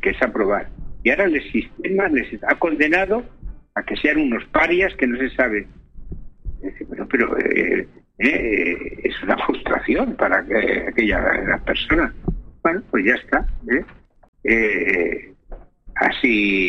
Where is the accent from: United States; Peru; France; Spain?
Spain